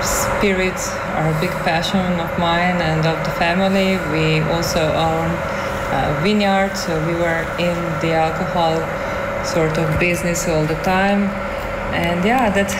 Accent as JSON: {"language": "English", "region": "Ljubljana", "country": "Slovenia", "tie": "born or raised there", "said": "Well, I was born and raised in Ljubljana."}